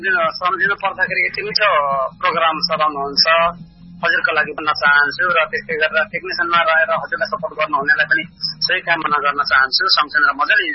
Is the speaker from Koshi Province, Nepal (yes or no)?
yes; Kerabari, Koshi Province, Nepal; now in Malaysia; हो म मोरङ खेराबारे घर बैहाल प्रवास मलेसियाबाट ड्युटी गर्दै अडियो लाइभ मार्फत एकदम मजाले सुनिरहेको छु।